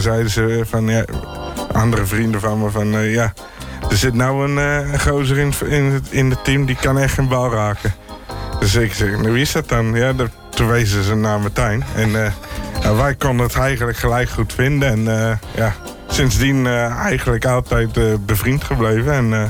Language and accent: Dutch; Utrecht, Netherlands; now in Houten, Netherlands; Ik ben een Utrechter, maar, als je in Houten woont, dan ben je een Houtenaar.